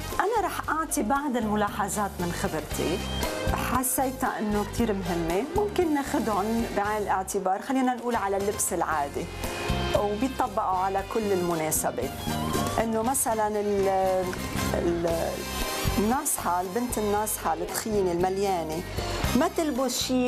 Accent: Lebanon; بحلم فيه إذا كان يطاق إنه أنا لبنانية وفكر ببلدي، أكيد بحلم.

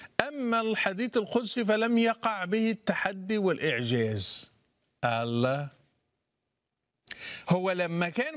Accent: Morocco; بس احنا كمغاربة هتلاقي في المغرب اللي بيسمى المغرب العربي ما بنعترفش بالإعجام بالذال المعجمة ولا بالضاد المعجمة

